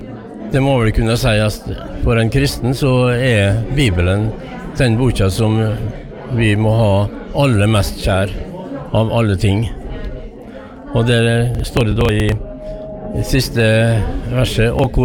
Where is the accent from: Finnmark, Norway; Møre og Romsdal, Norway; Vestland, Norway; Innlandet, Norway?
Møre og Romsdal, Norway; Isfjorden; Og jeg kommer fra Isfjorda.